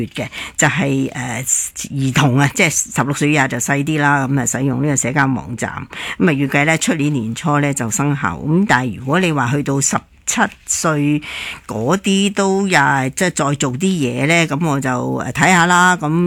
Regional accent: Hong Kong

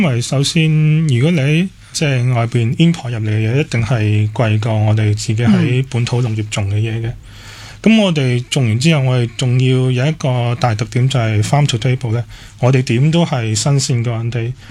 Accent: Hong Kong

